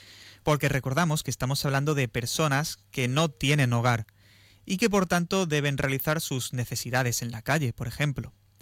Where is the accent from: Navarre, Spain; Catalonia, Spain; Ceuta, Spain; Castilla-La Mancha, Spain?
Ceuta, Spain; Y somos nosotros, los ceutíes